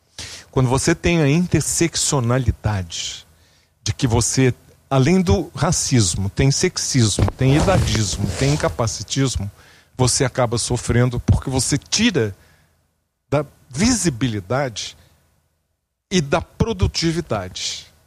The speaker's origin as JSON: {"language": "Portuguese", "region": "Rio de Janeiro", "country": "Brazil", "tie": "born there", "said": "Fizemos um projeto piloto no bairro onde eu nasci, que é o mais envelhecido da América Latina, Copacabana."}